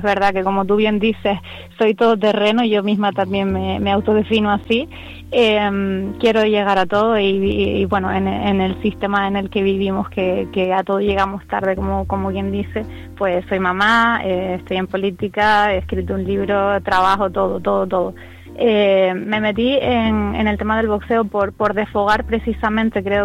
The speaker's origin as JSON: {"language": "Spanish", "town": "Lanzarote", "region": "Canary Islands", "country": "Spain", "said": "¿Qué me gustaría lograr? Pues mira, no solo para mi tierra, sino para Canarias en general."}